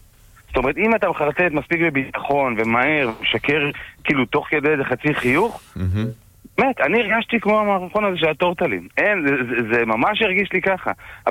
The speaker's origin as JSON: {"language": "Hebrew", "country": "Morocco", "said": "אני מרוקאי, אתה רוצה לעשות את הרעיון הזה? אני מרוקאי."}